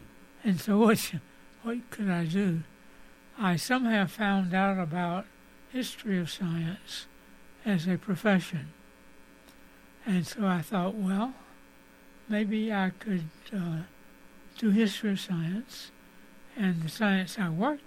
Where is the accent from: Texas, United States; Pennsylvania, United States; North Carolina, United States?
North Carolina, United States; Durham; moved away; I'm from North Carolina. My father was a professor at Duke University. So I grew up in Durham, and I went to Duke as an undergraduate